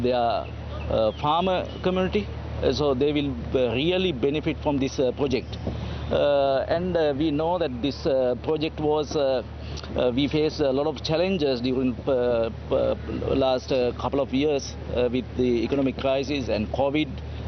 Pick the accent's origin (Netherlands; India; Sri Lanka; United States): Sri Lanka; Thambuttegama, North Central Province; My hometown, so I'm happy as a member of the local community as well.